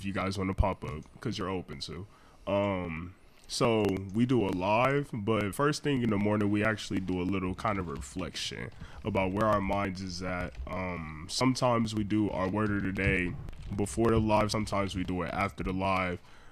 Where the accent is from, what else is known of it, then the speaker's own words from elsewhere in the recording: Milwaukee, Wisconsin, United States; You know, growing up in Milwaukee and stuff like that, it most definitely opened up your mind to a lot of the things that happen in the world